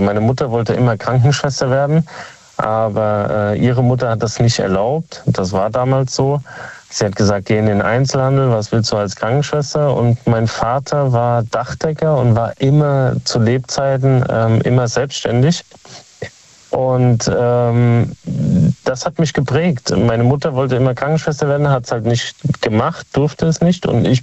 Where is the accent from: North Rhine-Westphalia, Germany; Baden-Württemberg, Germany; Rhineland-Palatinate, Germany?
Rhineland-Palatinate, Germany; Kaiserslautern; now in Speyer, Germany; Ursprünglich aus Kaiserslautern, jetzt lebe ich in Speyer.